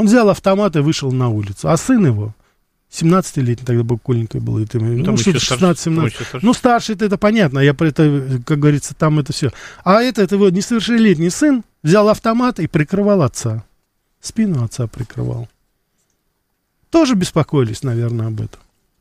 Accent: Russia; когда я из России, потому что я родился и вырос все-таки здесь, я ездил к родственникам в Грузию и в Армению.

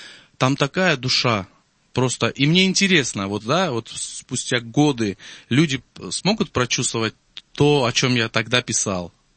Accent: Armenia; я армянин. Я, естественно, пою восточные песни, там, кавказские песни, армянские песни.

